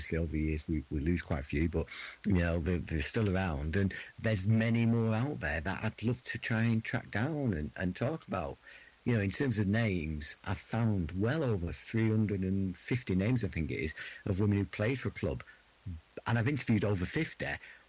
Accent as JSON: {"language": "English", "town": "Hyde", "region": "North West England", "country": "United Kingdom", "tie": "born or raised there", "also_born_or_lived": "Hattersley", "said": "And I'm, you know, I'm from Hyde originally and so on. But the stories are just remarkable. So I when I grew up, I lived on Hattersley. I spent the first sort of 18 years of my life living in Hattersley."}